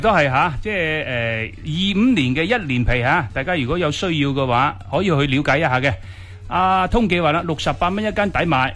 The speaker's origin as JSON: {"language": "Cantonese", "region": "Guangdong", "country": "China"}